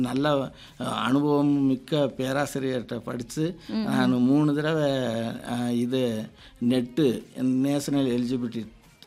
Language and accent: Tamil; Tamil Nadu, India; moved away as an adult; also born or lived in Theni district / Madurai; now in Tenkasi district, India; எனக்கு சொந்த ஊர் வந்து சிறுவலித்தூருக்கு பக்கத்தில் இருக்கிற நல்லுத்தவன்பட்டி என்ற ஊர், அந்த கிராமத்தில் தான் நான் பிறந்து வளர்ந்தேன்.